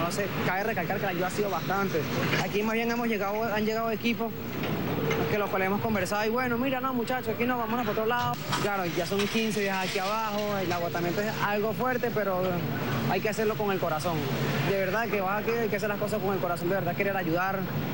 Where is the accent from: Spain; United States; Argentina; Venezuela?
Venezuela; como todos somos venezolanos, la idea es ayudarnos entre todos